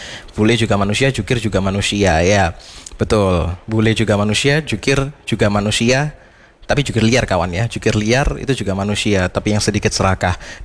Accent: Malang, East Java, Indonesia; Kita sebagai warga Malang memang betul, kita slow living, kita hidup santai-santai saja gitu ya.

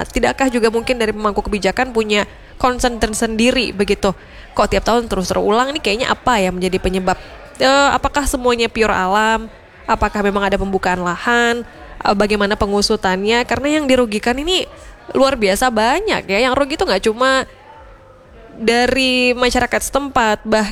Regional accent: Kalimantan, Indonesia; moved away as an adult; now in Malang, Indonesia; saya juga asli dari Kalimantan ya

